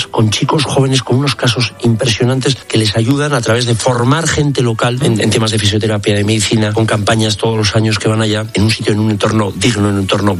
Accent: Navarre, Spain; yo, como español, como navarro, como católico, estoy muy orgulloso de esa gente.

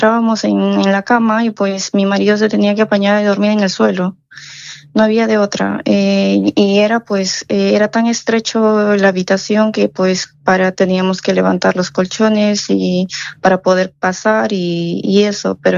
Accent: Peru; moved away as an adult; con la intención de buscar nuevas oportunidades, un mejor futuro para ellas, ya que mi país de origen es Perú.

